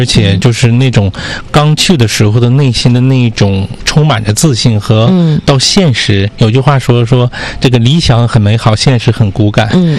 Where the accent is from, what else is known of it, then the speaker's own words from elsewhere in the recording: Russia; Chinese is a second language; 完了之后我们俄罗斯人说呢，我们可能听的时候也有比较这个不理解，就是语音上的一个差异。